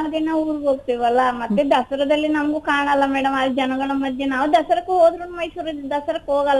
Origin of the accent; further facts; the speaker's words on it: Kodagu, Karnataka, India; also born or lived in Mysore; now in Madikeri, India; ನಂದು ಹುಟ್ಟೂರು ಕೊಡಗು ಮೇಡಮ್, ನಮ್ದು ಹುಟ್ಟಿದ್ದು ಕೊಡಗು ನಮ್ದು, ಆಮೇಲೆ ನಮ್ಮ ಯಜಮಾನರ ಮನೆ ಮೈಸೂರು, ಹಾಗಾಗಿ ನಮ್ದು ಮೈಸೂರು ಕೊಡಗು ಎರಡು ನಮ್ದೇ.